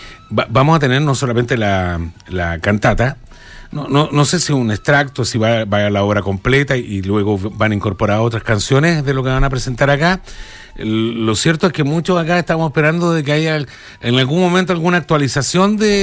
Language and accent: Spanish; Magallanes and Chilean Antarctica, Chile; moved away as an adult; now in Tarapacá, Chile; Yo no soy de acá de la región de Tarapacá, soy de Magallanes, pero llevo más de 25 años acá.